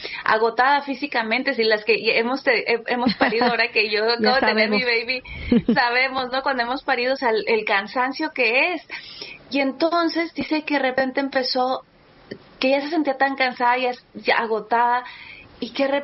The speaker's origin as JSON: {"language": "Spanish", "region": "Mexico City", "country": "Mexico", "tie": "born there", "said": "aunque yo pues nací en la Ciudad de México"}